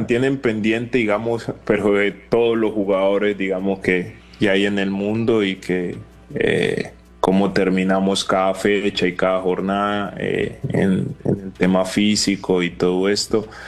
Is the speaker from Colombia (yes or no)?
yes; Cali, Valle del Cauca, Colombia; Para mí la salsa es vital, soy caleño y me encanta la salsa